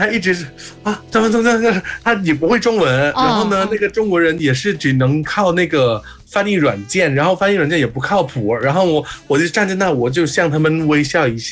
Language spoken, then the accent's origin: Chinese; Thailand; Chinese is a second language